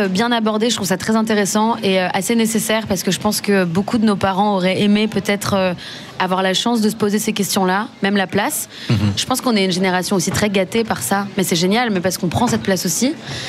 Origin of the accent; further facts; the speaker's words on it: France; Je suis française de base.